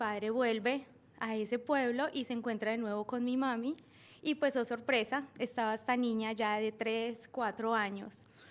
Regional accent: Pereira, Risaralda, Colombia; born there; yo soy colombiana.

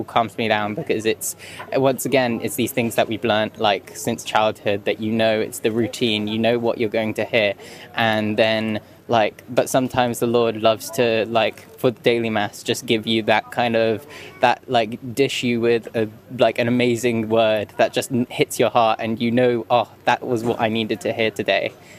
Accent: London, United Kingdom; From London.

